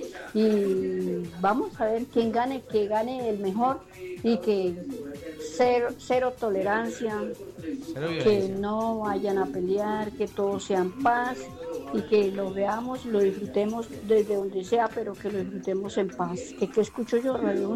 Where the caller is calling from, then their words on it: Villavicencio, Meta, Colombia; tengo 19 años de estar viviendo aquí en Villavicencio